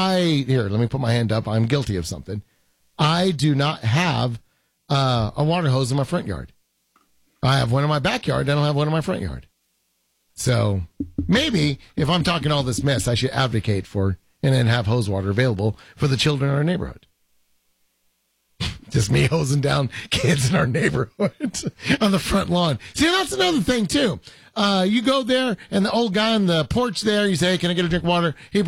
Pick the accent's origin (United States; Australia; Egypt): United States; Tennessee; But I'm from Tennessee. I still wouldn't care.